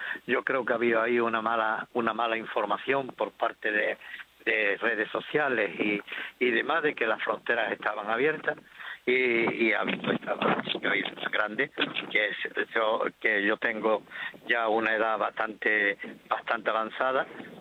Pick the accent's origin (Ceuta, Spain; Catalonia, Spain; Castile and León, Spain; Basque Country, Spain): Ceuta, Spain; y yo soy de aquí de Ceuta y nacido aquí en Ceuta.